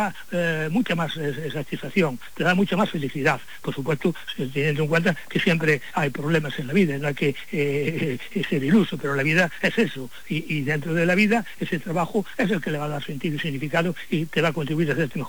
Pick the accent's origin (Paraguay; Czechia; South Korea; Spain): Spain; Vegadeo, Asturias; Mis abuelos emigraron a Cuba. Buena parte de mi pueblo, en Vegadeo, fue emigrante.